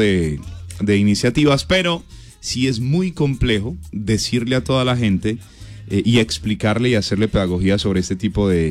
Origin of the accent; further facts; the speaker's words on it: Colombia; Finalmente somos colombianos. Está complejo el tema del agüita.